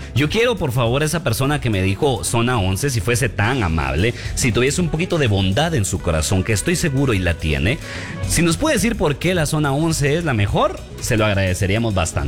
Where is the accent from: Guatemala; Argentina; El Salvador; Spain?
Guatemala; Guatemala City, Guatemala Department; born there; now in Mixco, Guatemala; Pero yo no vengo de Misco. Yo nací en la zona 18.